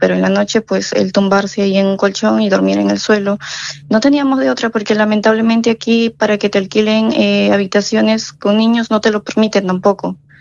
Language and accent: Spanish; Peru; moved away as an adult; now in Cantabria, Spain; mi país de origen es Perú.